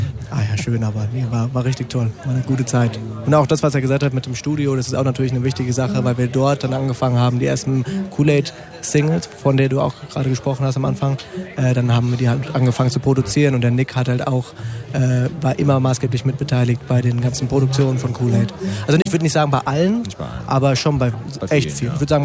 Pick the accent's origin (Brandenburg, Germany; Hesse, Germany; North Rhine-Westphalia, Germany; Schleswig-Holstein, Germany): Hesse, Germany; Ossenheim; Und Jerry und ich sind sowieso, wir sind in Ossenheim groß geworden.